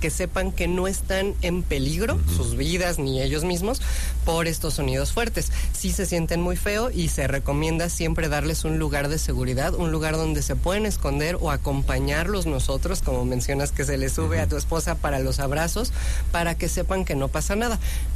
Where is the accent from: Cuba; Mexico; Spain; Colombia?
Mexico; Yo sé que somos flojos los mexicanos